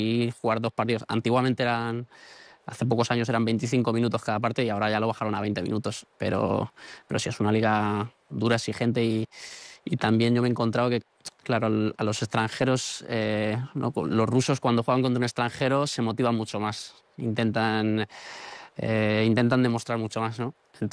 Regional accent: Toledo, Castilla-La Mancha, Spain; now in Russia; De hecho, en mi ciudad natal, en Toledo, hay tres entrenadores que entrenaron aquí en Rusia.

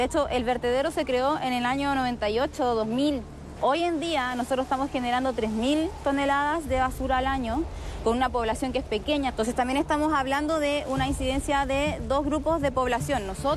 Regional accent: Valparaíso, Chile; Mira, mi papá es chileno, mi mamá es Rapa Nui, me crié acá. Y yo siempre digo que yo sí soy chilena, pero mi identidad es primero Rapa Nui.

